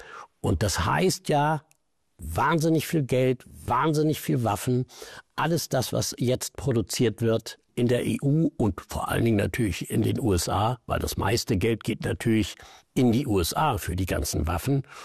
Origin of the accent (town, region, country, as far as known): Germany